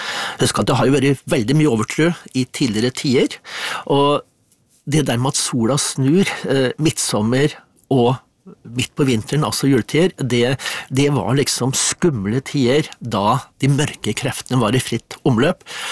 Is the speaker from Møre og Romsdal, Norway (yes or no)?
no; Våler, Innlandet, Norway; da jeg vokste opp, altså jeg kommer fra Våler i Solør